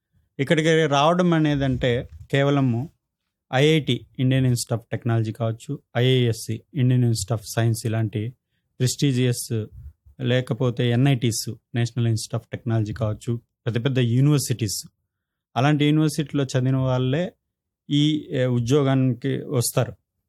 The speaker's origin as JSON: {"language": "Telugu", "town": "V. Kota", "region": "Andhra Pradesh", "country": "India", "tie": "born or raised there", "also_born_or_lived": "Hyderabad / Chennai", "moved": "as an adult", "said": "నేను పుట్టింది వికోట, వెంకటగిరి కోట, చిత్తూరు డిస్ట్రిక్ట్."}